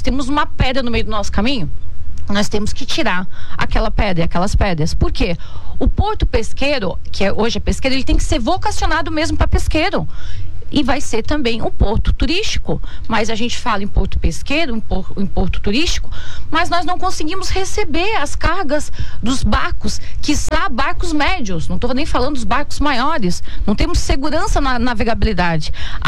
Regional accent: Laguna, Santa Catarina, Brazil; eu falo como lagunense que sou, da região da Laguna

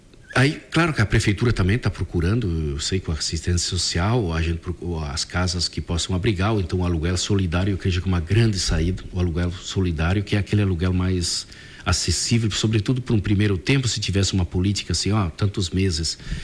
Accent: Sarandi, Brazil; born there; moved away; Eu vejo lá em Sarandi, na minha terra

